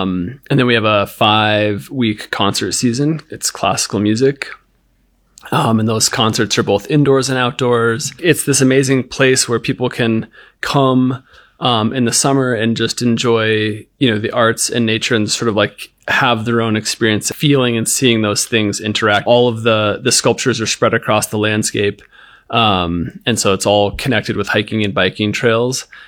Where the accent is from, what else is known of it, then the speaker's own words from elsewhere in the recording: Colorado, United States; I grew up in a little valley called West Lake Creek, which is runs into the Eagle River Valley. So it's just down the road from Vail, the ski area, the ski resort.